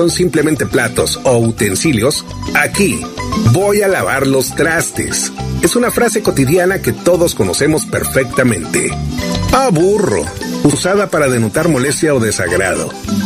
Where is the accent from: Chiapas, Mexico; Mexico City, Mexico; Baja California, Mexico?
Chiapas, Mexico; Tuxtla Gutiérrez; en Chiapas, especialmente en Tuxtla, tenemos una manera muy peculiar, muy especial de expresarnos. Nuestro acento tiene influencias indígenas, principalmente zoques, además del español tradicional y expresiones centroamericanas que llegaron hace muchos años.